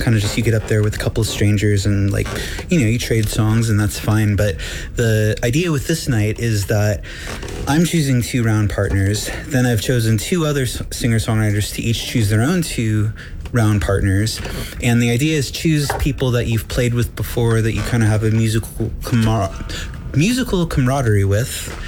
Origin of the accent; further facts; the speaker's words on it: Sacramento, California, United States; born there; Born in Sacramento.